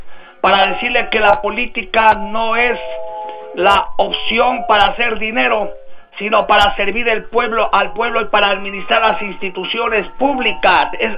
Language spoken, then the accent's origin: Spanish; Loja, Ecuador; como ecuatorianos verdaderos, como lojanos verdaderos